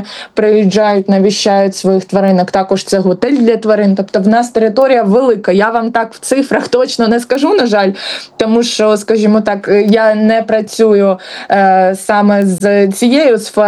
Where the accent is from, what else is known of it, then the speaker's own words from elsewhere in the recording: Odesa, Odesa Oblast, Ukraine; Я з Одеси